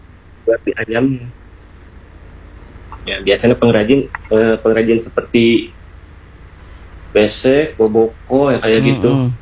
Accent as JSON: {"language": "Indonesian", "town": "Singaparna", "region": "West Java", "country": "Indonesia", "said": "Ya, saya dari Galunggungnya Pak, Singaparna."}